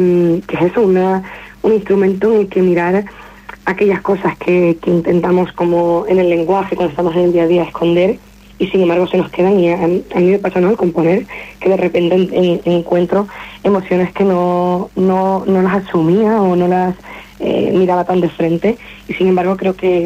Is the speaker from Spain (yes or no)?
yes; Canary Islands, Spain; also born or lived in La Palma; la definición de mi familia, de mi tierra y de mí misma siempre va a estar impregnada por de dónde he venido y cómo, los valores con los que he crecido. Pero supongo que en este disco he indagado un poco más en cómo se siente la palmera